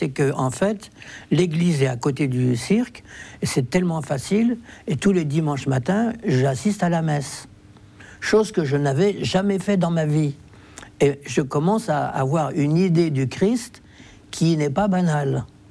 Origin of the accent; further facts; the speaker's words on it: France; Maintenant, bien sûr que je suis zigane, je ne vais pas le nier, mais je suis français aussi. Oui. J'ai presque envie de dire, je suis d'abord français